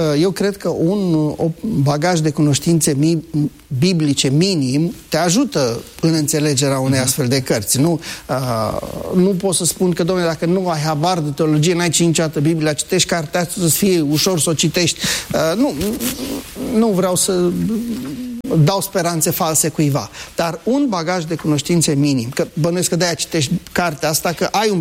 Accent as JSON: {"language": "Romanian", "country": "Romania", "said": "chiar dacă suntem din România."}